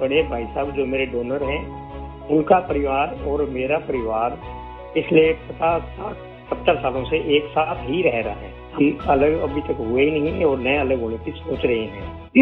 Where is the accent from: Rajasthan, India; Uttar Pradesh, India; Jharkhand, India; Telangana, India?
Rajasthan, India; Hanumangarh; मैं हनुमानगढ़ राजस्थान का रहने वाला हूँ।